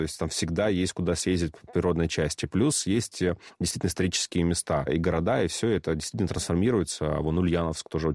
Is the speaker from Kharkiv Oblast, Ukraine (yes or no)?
no; Donetsk, Donetsk Oblast, Ukraine; Я вот сам из Донецка